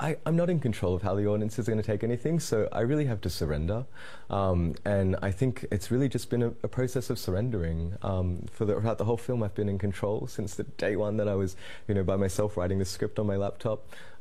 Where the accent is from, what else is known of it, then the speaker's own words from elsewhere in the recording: Australia; as someone who's mixed race, because that's the thing that goes on internally for me, trying to mix the ways that I'm Australian and Filipino